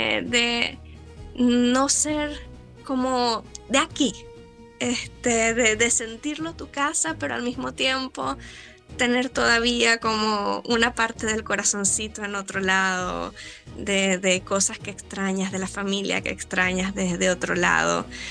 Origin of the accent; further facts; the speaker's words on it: Venezuela; now in Chile; mi familia es chilena, pero yo nací y crecí en Venezuela.